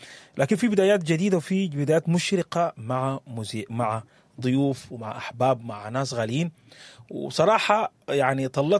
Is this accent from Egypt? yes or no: no; Sudan